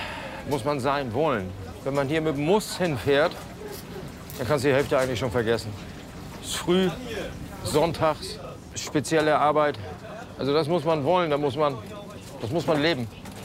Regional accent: Hamburg, Germany; born there; Ich bin Hamburger mit ganzem Herzen. Ich bin geborener Hamburger und ich liebe diese Stadt.

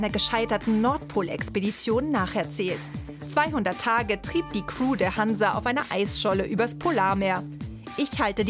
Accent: Netherlands; German is a second language; Wir kommen aus Holland und so etwas habe ich noch nie zuvor gesehen. Wir sind extra deswegen hierher gekommen, um die Kunst zu sehen und das Schwimmen zu genießen.

